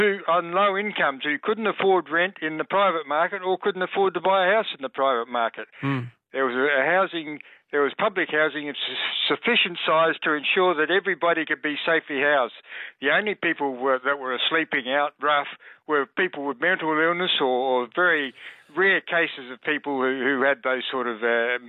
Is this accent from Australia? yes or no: yes; Adelaide, South Australia, Australia; Now, I was born in 1946, and I remember growing up in Adelaide, as a matter of fact.